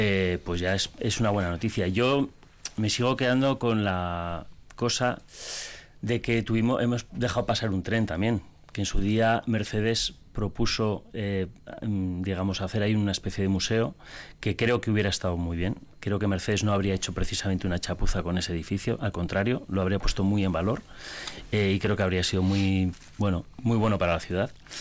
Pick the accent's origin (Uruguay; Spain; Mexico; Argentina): Spain; Vitoria, Basque Country; Creo que todos los que somos de Vitoria conocemos perfectamente el sitio.